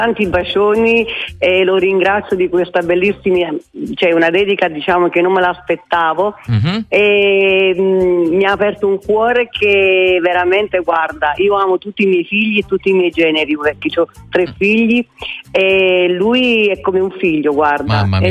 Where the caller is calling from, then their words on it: Naples, Campania, Italy; noi siamo napoletani